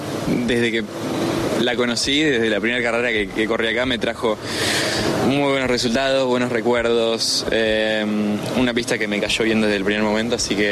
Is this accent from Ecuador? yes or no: no; Argentina; demostrar que soy argentino, que estoy muy, muy orgulloso de serlo